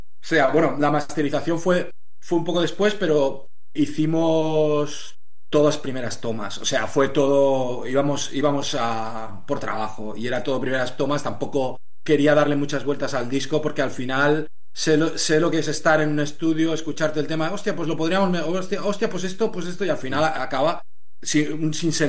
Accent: Vilanova, Spain; los tres somos de Vilanova

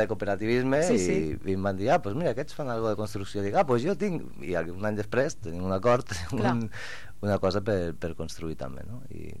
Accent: Lleida, Catalonia, Spain; now in El Prat de Llobregat, Spain; jo que soc forani entre cometes, ara ja diem que soc lleidatà de Potablava

